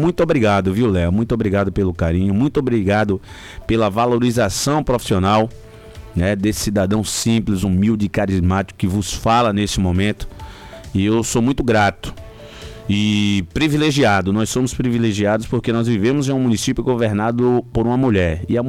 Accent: Bahia, Brazil; eu sou baiano

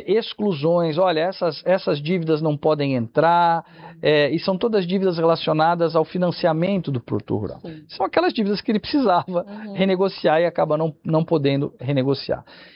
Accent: São Paulo, Brazil; Eu sou da região de Ribeirão Preto

